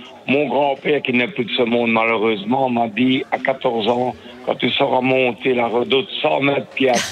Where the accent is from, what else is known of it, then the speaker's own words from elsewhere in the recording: Sougné-Remouchamps, Wallonia, Belgium; born there; now in Sprimont, Belgium; je suis né à Saunier-Remouchamp il y a quelques années